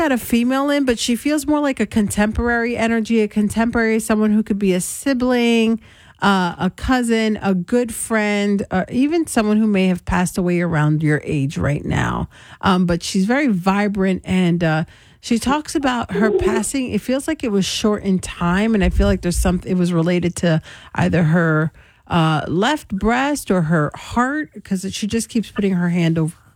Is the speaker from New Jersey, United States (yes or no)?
yes; Elizabeth, New Jersey, United States; I grew up in Elizabeth, New Jersey, and there was a place called the Berg where all the old Italian men would be